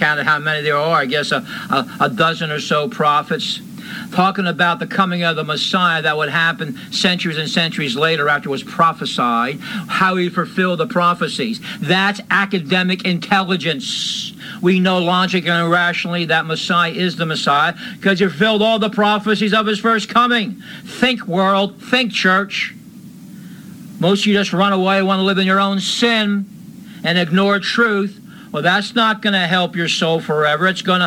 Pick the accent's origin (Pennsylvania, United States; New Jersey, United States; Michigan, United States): Pennsylvania, United States; Bethlehem; I'm here from Bethlehem, Pennsylvania, preaching the words of life to you.